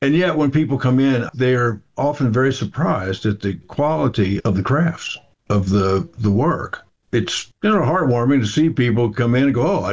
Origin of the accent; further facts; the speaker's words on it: Missouri, United States; moved away; I have a niece with Down syndrome, and she lives in Missouri in my hometown